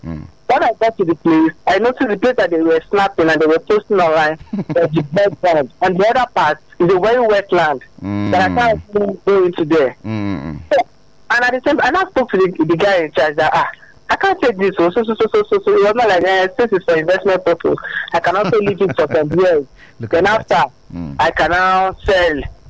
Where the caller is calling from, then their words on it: Lagos, Nigeria; I'm calling from Lagos. Alimosha, Lagos.